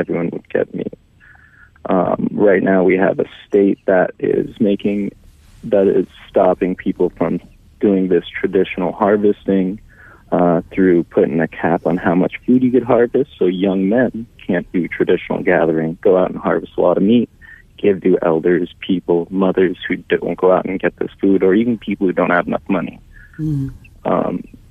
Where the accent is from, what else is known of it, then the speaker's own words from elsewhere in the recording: Hooper Bay, Alaska, United States; now in Fairbanks, United States; from like a Native tribal sovereignty perspective, I am originally from Hooker Bay, in the Buckeye community.